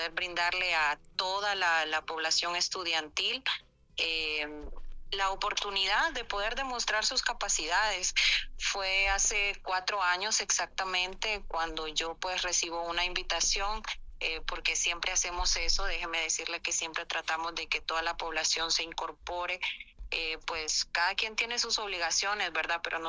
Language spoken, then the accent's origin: Spanish; San Marcos, Ocotepeque, Honduras